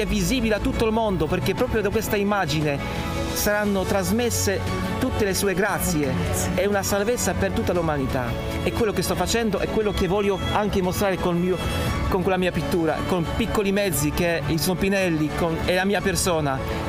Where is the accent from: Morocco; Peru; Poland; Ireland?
Poland; Italian is a second language; Io sono orgoglioso di essere polacco, vengo da questa terra che ha sofferto nei secoli tante cose brutte